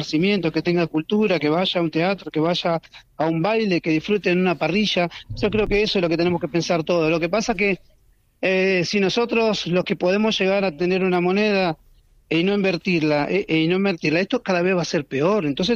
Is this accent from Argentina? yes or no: yes; Argentina; Porque creo en mi Argentina, Marcelo, porque soy argentino